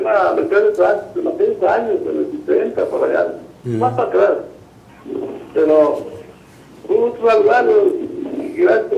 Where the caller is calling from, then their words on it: Plateros, Zacatecas, Mexico; Buenas tardes … de Plateros.